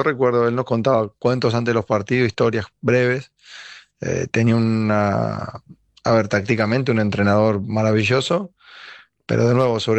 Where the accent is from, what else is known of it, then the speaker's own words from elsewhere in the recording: Buenos Aires, Argentina; moved away as an adult; now in Orlando, United States; Nosotros somos de la zona de Núñez, Capital Federal.